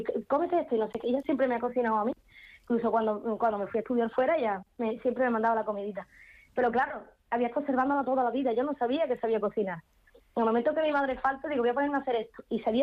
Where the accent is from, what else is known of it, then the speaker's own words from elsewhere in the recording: Jerez de la Frontera, Andalusia, Spain; born there; yo que nací en Jerez